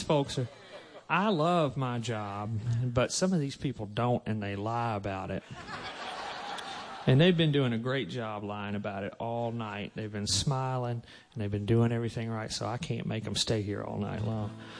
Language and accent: English; Alabama, United States; That sounds like some of that math where I grew up in Alabama.